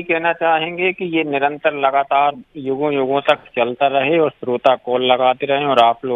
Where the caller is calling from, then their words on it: Berasia, Madhya Pradesh, India; बैरसिया जिला भोपाल मध्य प्रदेश से बात कर रहा हूँ